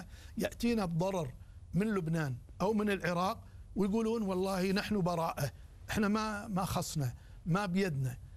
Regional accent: Kuwait; لدي أنا بالكويت

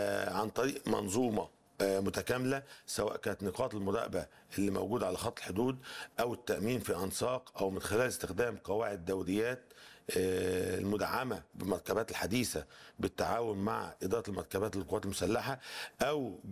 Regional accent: Egypt; بلدنا مصر

